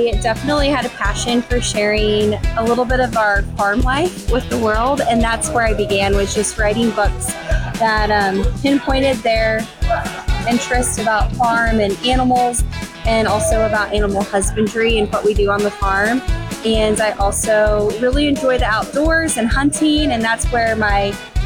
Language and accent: English; Lamar, Missouri, United States; now in Warrensburg, United States; So I am originally from Lamar, Missouri, but my husband's family is from the Warrensburg area, and that is where we live now.